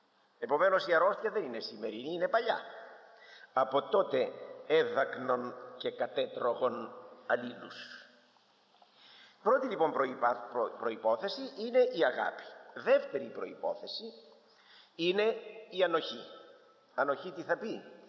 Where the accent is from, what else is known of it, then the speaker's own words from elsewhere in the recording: Greece; σαν Έλληνες έχουμε την τάση